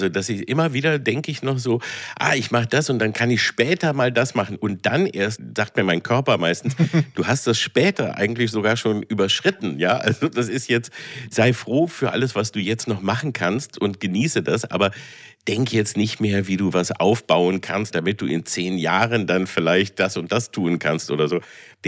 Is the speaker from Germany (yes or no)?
yes; Peine, Lower Saxony, Germany; also born or lived in Engelbostel, Hannover; Ich bin ja aufgewachsen in Peine, also geboren in Engelbostel bei Hannover und dann in Peine aufgewachsen, also zwischen Hannover und Braunschweig.